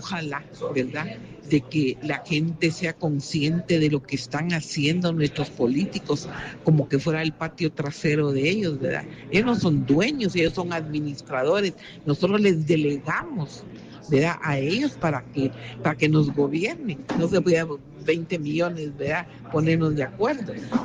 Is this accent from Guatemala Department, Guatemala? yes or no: no; Santa Catarina Mita, Jutiapa, Guatemala; municipios de Jutiapa como Santa Catarina Mita, que somos vecinos de Asunción Mita.